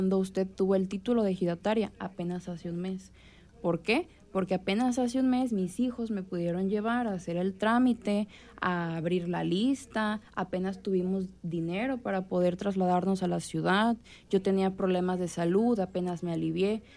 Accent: Mexico; nosotras las que estamos aquí podemos decir que somos personas, que somos seres humanos, que somos mexicanos.

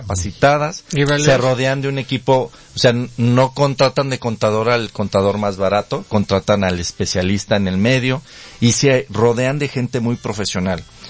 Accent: Jalisco, Mexico; yo soy de Jalisco, pero hay una diferencia de mentalidad gigantesca entre el agricultor de Sinaloa contra el agricultor de Jalisco.

